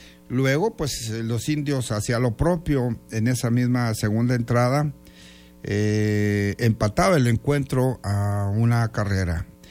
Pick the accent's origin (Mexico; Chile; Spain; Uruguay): Mexico; Ciudad Juárez, Chihuahua; moved away; allá en mi ciudad natal, Ciudad Juárez, Chihuahua.